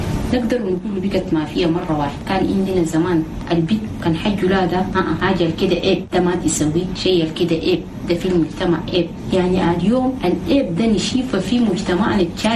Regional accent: Chad; بلدنا تشاد

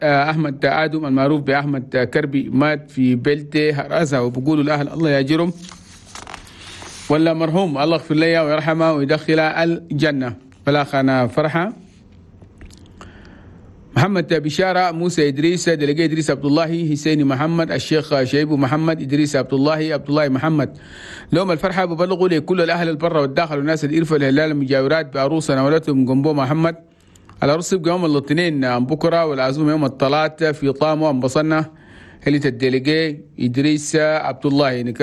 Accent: Chad; بقول الله يقبل صلاته وكل الصدقات عشان ربنا بيجيب لنا العافية والسلام في بلدنا تشاد.

